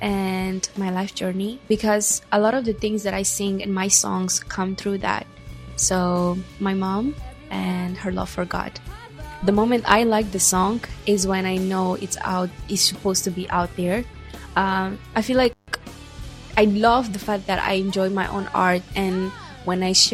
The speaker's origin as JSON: {"language": "English", "country": "Mozambique", "moved": "yes", "lives_now": "Warsaw, Poland", "said": "I am from Mozambique and I'm a singer-songwriter living in Warsaw, Poland."}